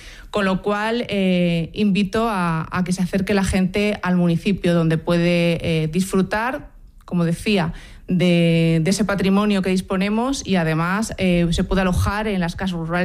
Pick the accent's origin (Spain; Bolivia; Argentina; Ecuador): Spain; Villanueva de San Mancio, Castile and León; soy de Villanueva de San Mancio, un municipio que está ubicado en la provincia de Valladolid.